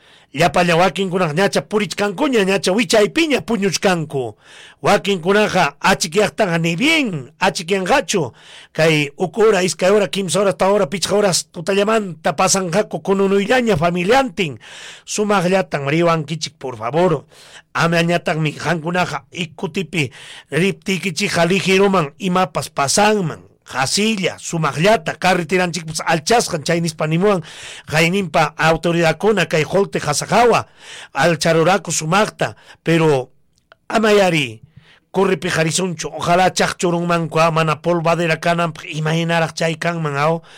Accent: Coracora, Ayacucho, Peru; Es mi tierra, coracora, a lo mejor este temita dedicado con todo sentimiento para todos ustedes, mis queridos amigos

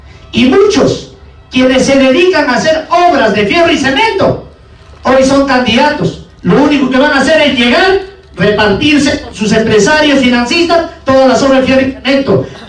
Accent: Pasco, Peru; Yo vengo de Cochacharao.

